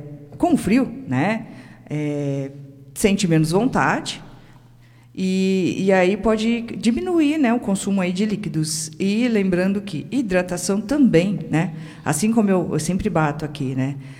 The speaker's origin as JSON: {"language": "Portuguese", "country": "Brazil", "said": "sou brasileira"}